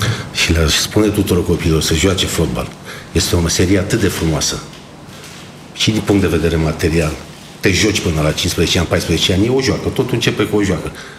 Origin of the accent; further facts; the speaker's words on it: Bucharest, Romania; born there; În 1977, noi ne-am mutat din Vatra Luminoasă, tata a luat trei camere, drumul Taberei, foarte aproape lângă Drumețul, pe compozitorilor, foarte aproape de stadionul Ghecea.